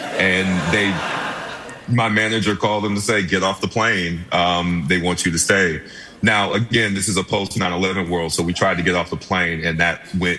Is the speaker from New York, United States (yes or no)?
yes; New York, United States; I was from New York, so they flew me to L.A. to do a screen test. And they tell you, if you fly back home, that's it.